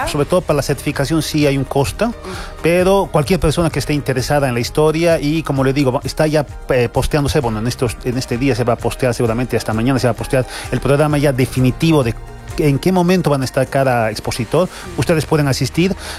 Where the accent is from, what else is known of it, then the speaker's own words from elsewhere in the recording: Bolivia; todos somos bolivianos, todos nos deberíamos sentir bolivianos